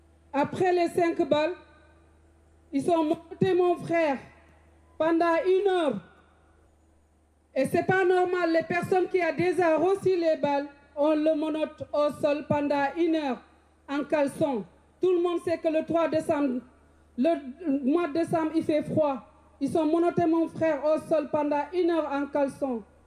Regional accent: Rennes, Brittany, France; Je viens de Rennes.

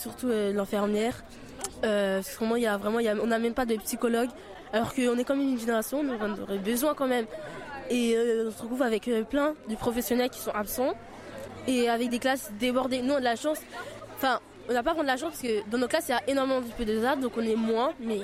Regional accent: Sarcelles, Île-de-France, France; je suis habitante de Sarcelles, et ils m'ont envoyé à Villiers-le-Bel. Et aujourd'hui, je me trouve à faire une heure de trajet, alors que je répète encore une fois, j'ai 15 ans.

